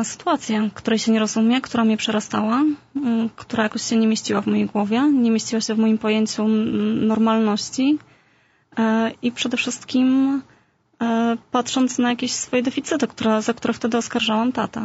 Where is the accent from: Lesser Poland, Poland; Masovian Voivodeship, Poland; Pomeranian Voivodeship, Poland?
Masovian Voivodeship, Poland; Warsaw; born there; Nie, to ja mieszkałam, wychowywałam się w takiej dzielnicy, właściwie takiej warszawskiej Pradze, trochę można powiedzieć.